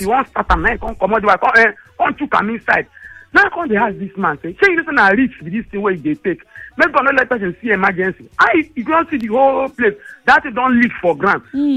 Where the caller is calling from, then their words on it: Orile, Lagos, Nigeria; Good morning … from Orile.